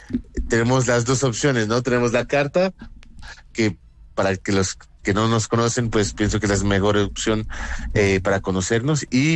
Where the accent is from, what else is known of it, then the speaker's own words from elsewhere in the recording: Colombia; moved away as an adult; also born or lived in France; nosotros, los colombianos que estamos acá